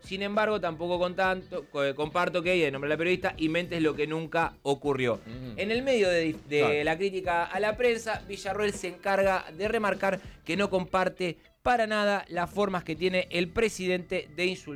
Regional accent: Buenos Aires, Argentina; el que quedó prácticamente descartado es el intendente de mi ciudad natal, Julio Alac

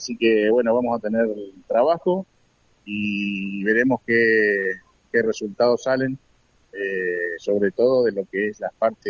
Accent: Gualeguay, Entre Ríos, Argentina

